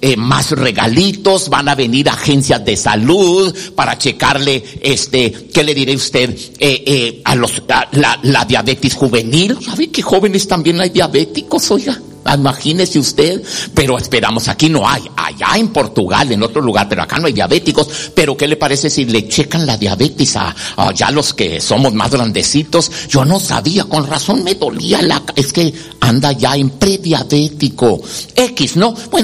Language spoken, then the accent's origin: Spanish; Mexico; en muchas iglesias los que venimos de México son los que por lo regular casi practicamos